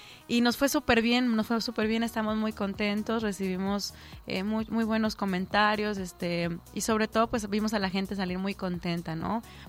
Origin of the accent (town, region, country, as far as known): Colima, Mexico